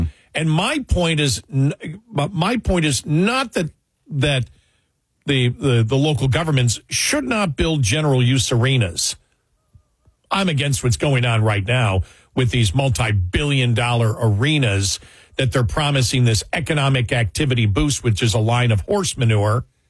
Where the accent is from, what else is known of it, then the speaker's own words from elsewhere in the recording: Buffalo, New York, United States; I grew up in Buffalo, and that's a football town.